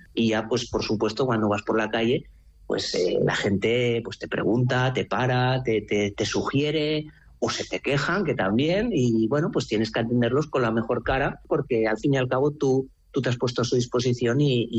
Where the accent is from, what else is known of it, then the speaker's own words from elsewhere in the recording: Mequinenza, Aragon, Spain; Un ciudadano de Mequinenza. Es un pueblo pequeño, para lo que es Aragón ya tiene una cierta dimensión